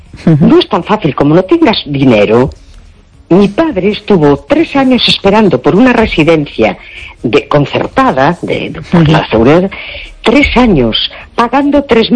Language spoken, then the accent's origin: Spanish; A Coruña, Galicia, Spain